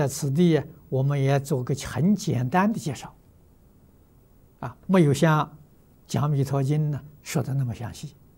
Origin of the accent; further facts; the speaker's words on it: China; 八十岁圆寂是我们中国人讲的虚岁，啊，要外国人讲这个年龄呢，那释迦牟尼佛是七十九岁。